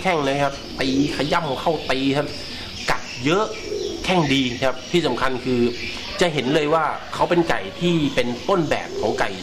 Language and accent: Thai; Ubon Ratchathani, Thailand; moved away; เป็นคนจังหวัดอุบลครับ